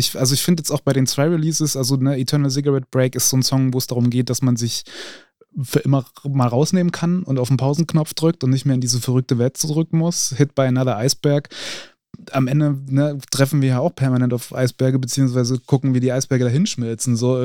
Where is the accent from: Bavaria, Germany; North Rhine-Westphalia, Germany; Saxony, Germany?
Saxony, Germany; now in Leipzig, Germany; Ich komme aus dem Erzgebirge. Vor allem die Hamid, wie man im Erzgebirge sagt, meine Heimat.